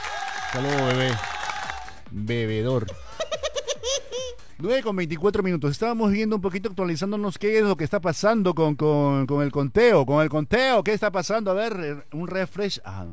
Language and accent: Spanish; Peru; Y nosotros, como peruanos, tenemos simplemente que tirar de un solo lado.